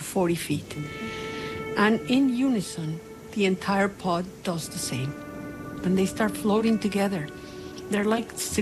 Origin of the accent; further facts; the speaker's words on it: Cuernavaca, Morelos, Mexico; Growing up in Cuernavaca was such a blessing because at the time, we're talking about the 1970s